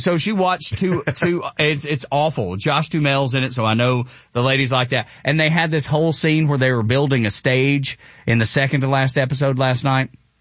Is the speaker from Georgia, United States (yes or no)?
yes; Dalton, Georgia, United States; And so the Trail of Tears started up near where I'm from. I'm from Dalton, Georgia.